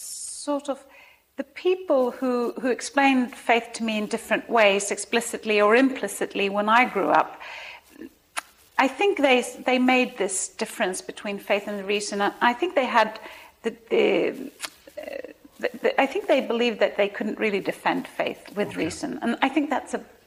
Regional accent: Sweden; so I was born and raised in Sweden by a Swedish mother and a Croatian father. And they brought me up, like I guess most people in Sweden, with going to church perhaps now and then for Christmas

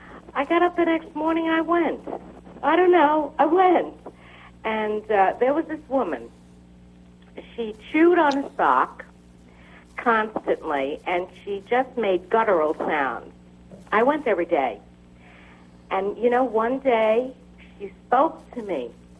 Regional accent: New Jersey, United States

